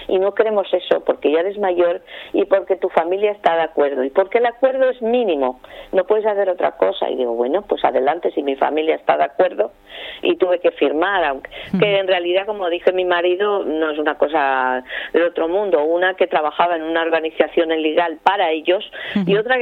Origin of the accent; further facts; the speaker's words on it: Spain; porque soy española, y yo defiendo el dinero que dan de mi país porque sé que es de mi pueblo.